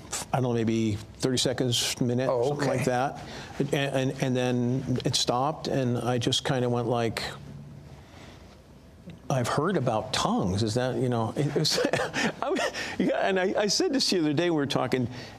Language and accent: English; Connecticut, United States; That's where I got saved when I grew up in Connecticut.